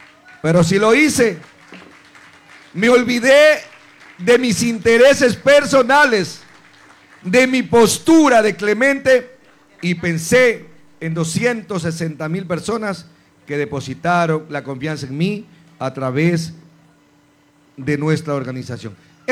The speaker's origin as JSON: {"language": "Spanish", "area": "Bellavista parish", "region": "El Oro", "country": "Ecuador", "tie": "born or raised there", "moved": "as an adult", "lives_now": "Machala, Ecuador", "said": "50 años viví en el campo. Los últimos 20 años en la parroquia Bellavista. Soy hijo con mucha honra de campesinos. Hace 6 años vivo en Machala."}